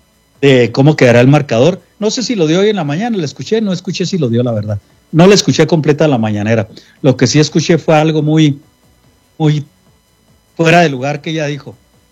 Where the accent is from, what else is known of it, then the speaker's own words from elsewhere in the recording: Mexico; siento como mexicano